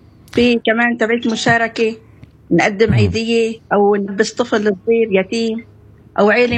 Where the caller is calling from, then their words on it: Al-Qusayr, Homs Governorate, Syria; أنا من حمص من القصير.